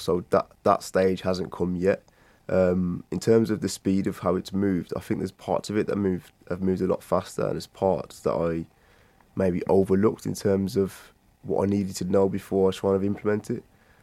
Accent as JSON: {"language": "English", "town": "Wolverhampton", "region": "West Midlands", "country": "United Kingdom", "tie": "born or raised there", "said": "back when I was growing up in Wolverhampton"}